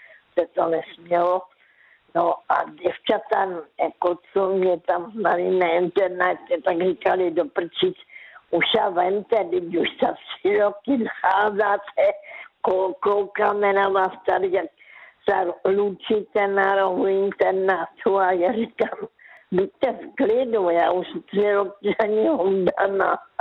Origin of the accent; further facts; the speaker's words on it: Karolinka, Zlín Region, Czechia; now in Zlín, Czechia; já pocházím z Karolínky, tak tam jsem pracovala v kartonáři ve sklárně